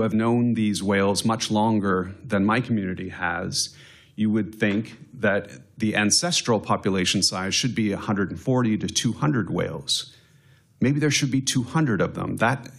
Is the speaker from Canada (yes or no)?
yes; Canada; now in United States; I am a Canadian citizen.